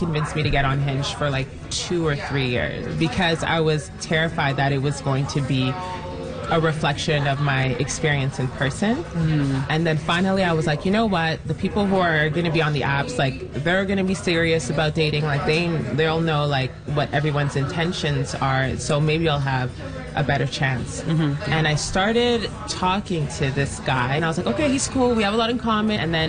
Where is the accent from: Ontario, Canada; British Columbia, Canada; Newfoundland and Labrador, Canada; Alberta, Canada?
Ontario, Canada; Toronto; So growing up in Toronto